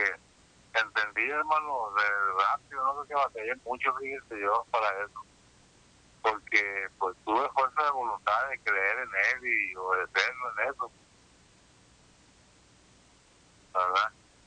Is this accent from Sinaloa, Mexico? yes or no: yes; Sinaloa, Mexico; now in Tijuana, Mexico; Soy de Sinaloa